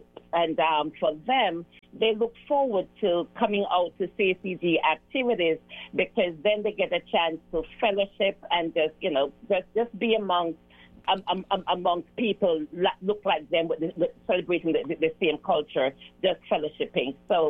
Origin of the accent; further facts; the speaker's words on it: Jamaica; But for me, I grew up in Jamaica, seeing people around serving others.